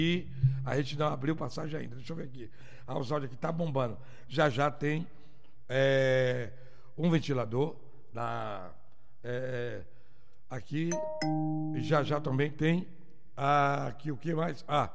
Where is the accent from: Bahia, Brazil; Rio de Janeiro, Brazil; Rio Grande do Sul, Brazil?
Bahia, Brazil; Acari; fomos criados na Curuca, no Pitu, no Acari, aí na Avenida Presidente Vargas.